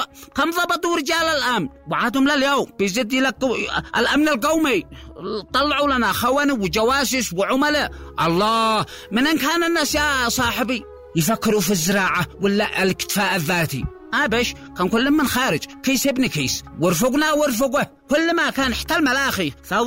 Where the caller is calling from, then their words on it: Sanaa, Amanat Al Asimah, Yemen; عندنا في صنعاء